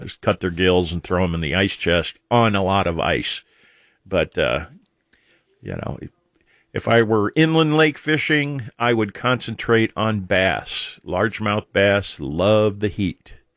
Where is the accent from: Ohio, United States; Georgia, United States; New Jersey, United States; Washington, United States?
Ohio, United States; Akron; born there